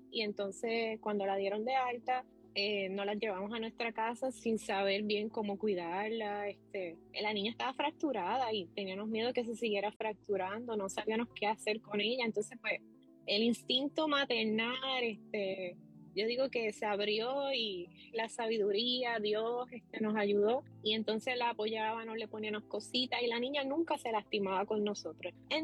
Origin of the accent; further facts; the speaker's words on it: Puerto Rico; Nosotros somos de Puerto Rico.